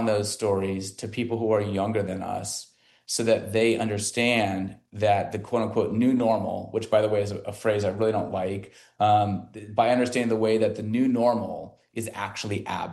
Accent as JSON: {"language": "English", "region": "Arizona", "country": "United States", "tie": "born or raised there", "moved": "yes", "lives_now": "Bay Area, United States", "said": "I myself, before I moved to the Bay Area and spent 20 years here, I grew up in Arizona."}